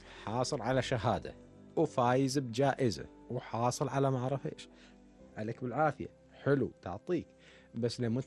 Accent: Kuwait

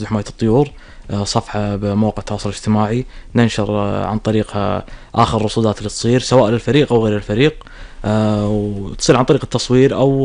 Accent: Kuwait; عندنا بالكويت

